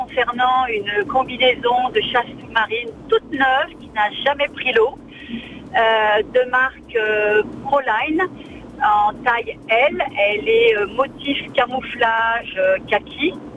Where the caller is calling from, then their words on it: Païta, South Province, New Caledonia; Oui, je suis sur Païta